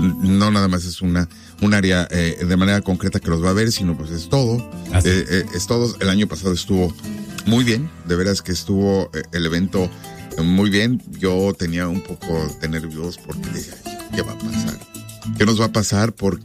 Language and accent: Spanish; Mexico; now in Omaha, United States; Como mexicanos sabemos que una de las cosas que más nos conmueve